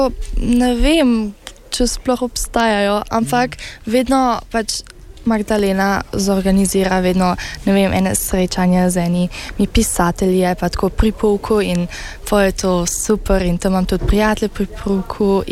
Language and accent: Slovenian; Berlin, Germany; Slovenian is a second language; Jaz sem iz Berlina, iz Nemčije.